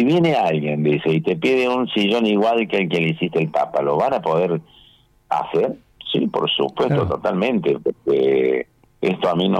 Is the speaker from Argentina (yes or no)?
yes; Argentina; al margen de que cada uno haya nacido en distintas provincias, somos todos argentinos.